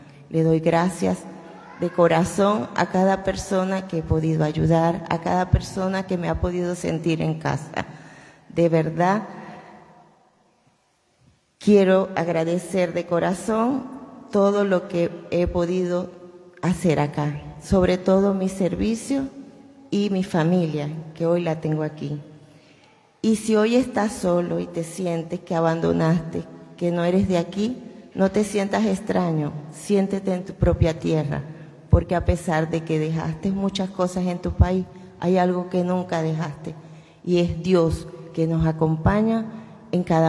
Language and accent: Spanish; Venezuela; moved away as an adult; now in Chile; soy venezolana. … Llegué aquí a Chile porque mis hijas, mis nietos, mis hermanas y mis yernos estaban aquí.